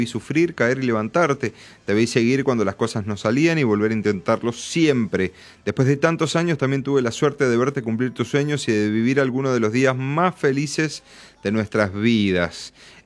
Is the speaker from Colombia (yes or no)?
no; Argentina; Tenemos que ser unos agradecidos como argentinos de tener a Messi con nosotros.